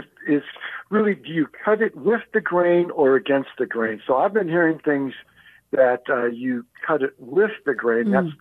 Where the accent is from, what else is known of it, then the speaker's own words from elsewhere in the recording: Scottsdale, Arizona, United States; I'm from Scottsdale, Arizona.